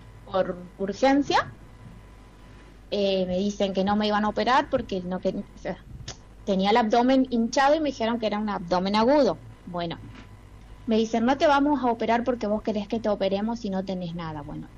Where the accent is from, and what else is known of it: Villa Berthet, Chaco, Argentina